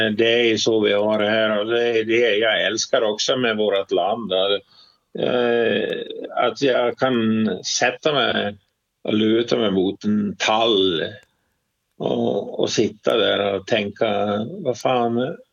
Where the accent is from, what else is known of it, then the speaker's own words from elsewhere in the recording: Gotland, Sweden; jag kommer från Gotland och jag har ju gjort min militärtjänst här på Gotland, ja.